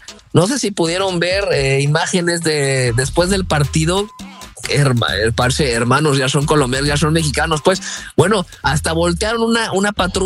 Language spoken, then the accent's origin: Spanish; Colombia; Parce, que es que pues que todos somos de Colombia.